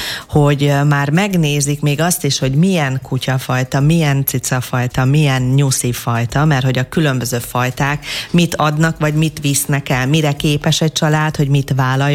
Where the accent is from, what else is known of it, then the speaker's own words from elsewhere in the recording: Transylvania, Romania; annak idén gyerekkoromban Erdélyben rengeteg mérges viperával, kígyóval találkoztam, élni kellett, stb.